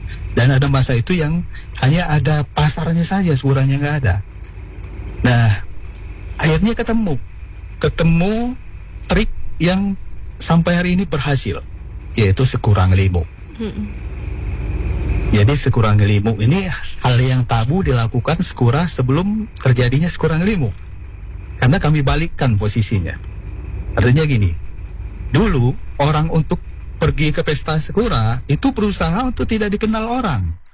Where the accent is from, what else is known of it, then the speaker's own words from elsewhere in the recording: Canggu, Lampung, Indonesia; Misalnya saya dari Pekon Canggu, saya bawa bendera. Nama kami itu ada dikenal dengan HRK Canggu.